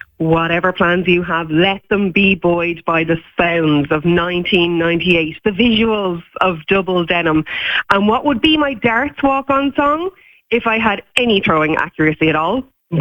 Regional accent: Lucan, Leinster, Ireland; so I'm from Lucan, County Dublin

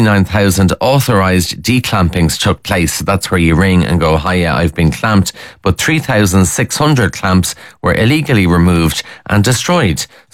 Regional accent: Kildare, Ireland; I'm from Kildare. Kildare, apparently the worst county to bring up children

